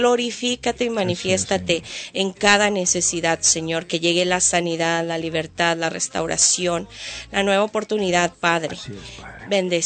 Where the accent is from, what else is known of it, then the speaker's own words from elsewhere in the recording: Mexico; moved away; nosotros estamos muy lejos de nuestro México.